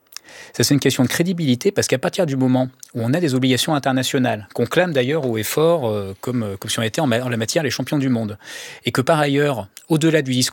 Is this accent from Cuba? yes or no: no; France; nous, en tant que Français